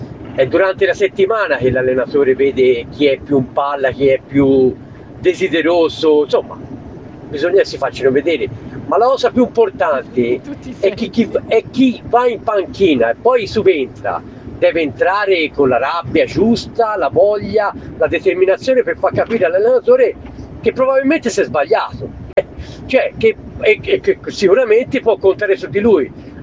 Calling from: Empoli, Tuscany, Italy; da Empoli.

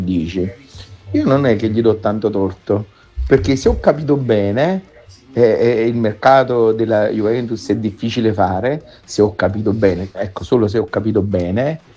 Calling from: Naples, Campania, Italy; buonasera … da Napoli

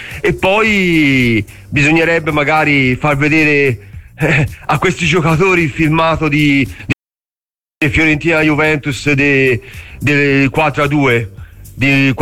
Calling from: Pescia, Tuscany, Italy; da Pescia

